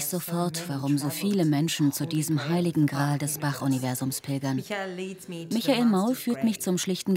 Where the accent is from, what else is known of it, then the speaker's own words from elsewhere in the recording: Australia; Für mich als Australierin